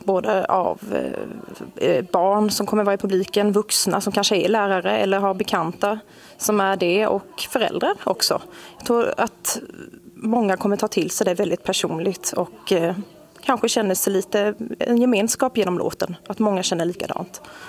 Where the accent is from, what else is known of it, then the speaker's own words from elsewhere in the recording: Kalmar, Kalmar County, Sweden; jag är ju lärare från Kalmar.